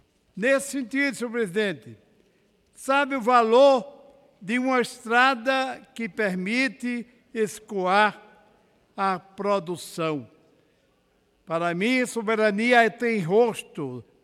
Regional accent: Paraíba, Brazil; E eu digo isso também como paraibano.

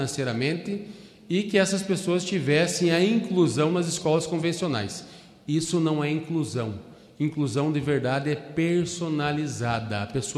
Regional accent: Paraná, Brazil; eu, que venho do estado do Paraná, observo que nosso estado ele é 3% do tamanho do território nacional.

